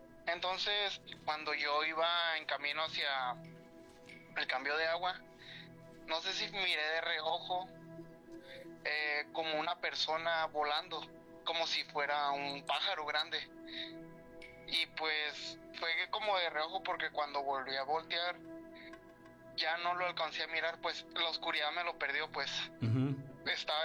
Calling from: Sonora, Mexico; De aquí, Sonora.

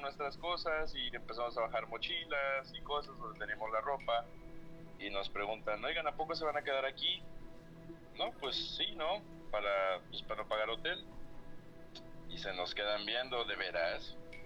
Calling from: Xalapa, Veracruz, Mexico; los escucho desde Jalapa, Veracruz.

